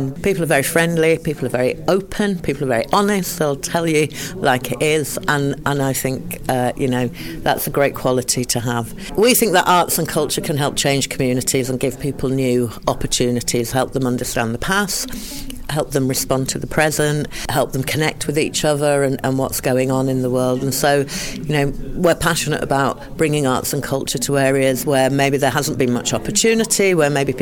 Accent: Leeds, Yorkshire and the Humber, United Kingdom; No, I don't live in the local area. I live a little way away, but I'm originally from Leeds, just down the road.

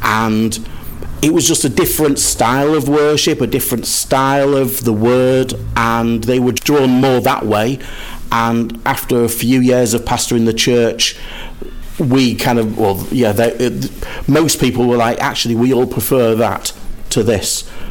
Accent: East Midlands, United Kingdom; moved away; I'm from Lincolnshire, originally, and there's a network of churches there based in Lincoln called Ground Level, and we were part of that network of churches, the New Life Churches

